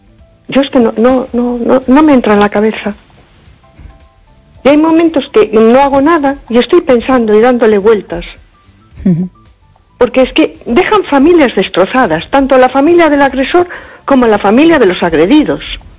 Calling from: A Coruña, Galicia, Spain; Hola, buenas noches. … de Coruña.

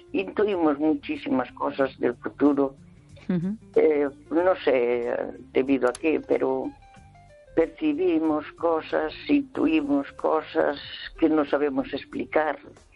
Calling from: Santiago de Compostela, Galicia, Spain; de Santiago.

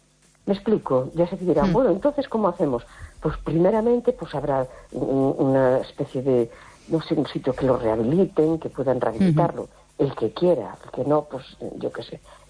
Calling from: A Coruña, Galicia, Spain; de La Coruña.

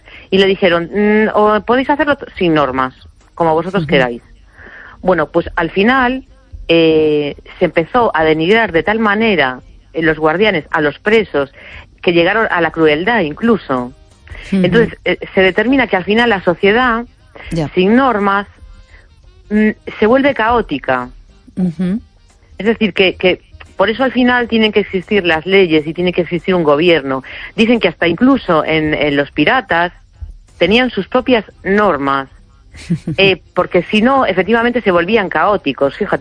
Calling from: A Coruña, Galicia, Spain; de Coruña.

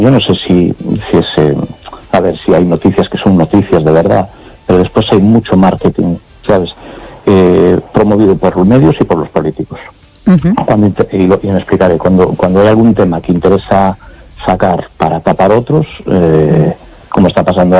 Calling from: A Coruña, Galicia, Spain; de Coruña.

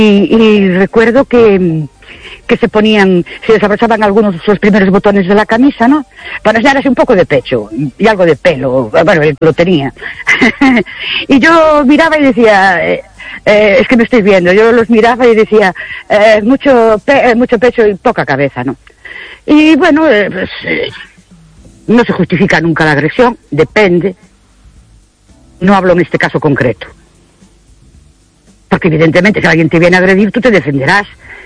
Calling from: Ourense, Galicia, Spain; Hola, buenas noches … de Urense otra vez.

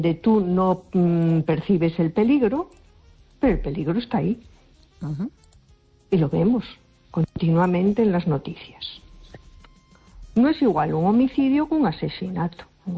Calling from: A Coruña, Galicia, Spain; de Coruña.

